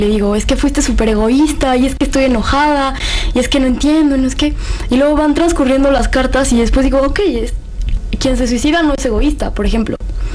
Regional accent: Puebla, Mexico; Mi mamá, sí, también. Vive en Puebla, somos todos de Puebla.

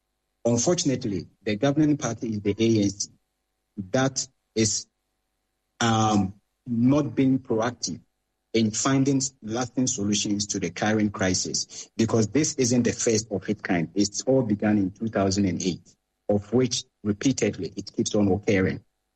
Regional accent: Ghana; now in South Africa; We are different Ghanaian scholars spread across in different sectors or departments in the country, which is South Africa.

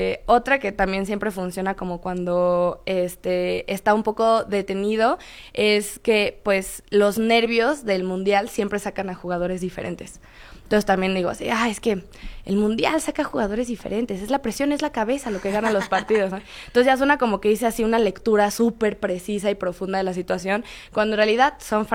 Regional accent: Mexico; Creo que ha sido una experiencia muy padre y además pues que somos muy afortunados como mexicanos de recibir a tantos extranjeros

